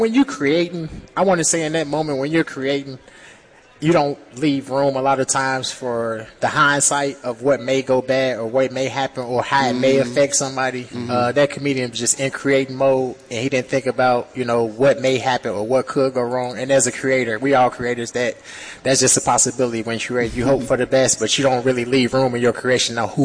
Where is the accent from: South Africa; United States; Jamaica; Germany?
United States; Chicago, Illinois; I'm originally from Chicago.